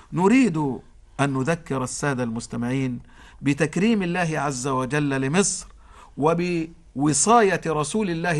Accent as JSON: {"language": "Arabic", "country": "Egypt", "said": "جميعا كمصريين"}